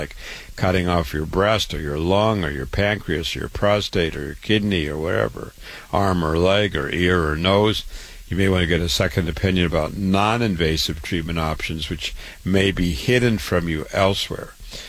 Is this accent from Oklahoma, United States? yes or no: no; Waterloo, Iowa, United States; was born and raised in Waterloo, Iowa, went to the University of Iowa, MD at 25, my home state.